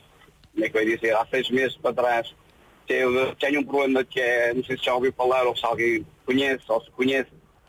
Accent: Viseu, Centro, Portugal; born there; moved away

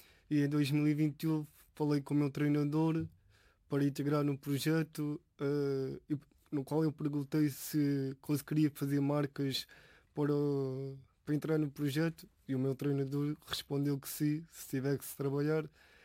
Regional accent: Elvas, Alentejo, Portugal; now in Évora, Portugal; eu sou atleta surdo, sou leitiano, sou de Elvas, mas neste momento estou a viver em Évora

